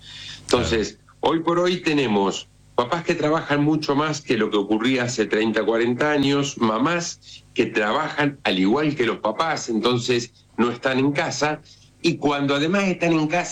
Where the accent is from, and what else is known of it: Argentina